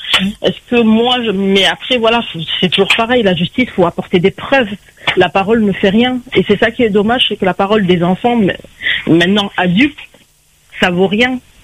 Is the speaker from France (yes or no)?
yes; Nouvelle-Aquitaine, France; parce que j'habite à 2 heures, hein, parce que je suis des Landes, j'habite à 2 heures de là où Liana était.